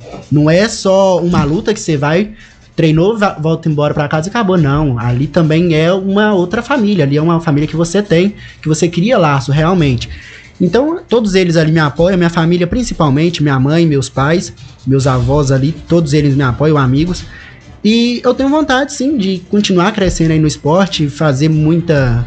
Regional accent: Cava Grande, Brazil; Sou de Cava Grande

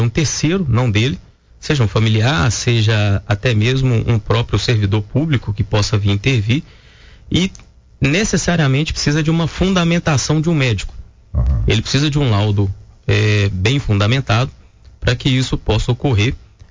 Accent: Coronel Fabriciano, Minas Gerais, Brazil; eu sou do Vale do Aço, nascido e criado no Vale do Aço, Coronel Fabriciano

